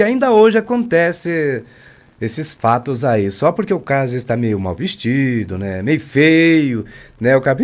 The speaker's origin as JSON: {"language": "Portuguese", "town": "Siqueira Campos", "region": "Paraná", "country": "Brazil", "said": "lá na minha cidade, em Siqueira Campos"}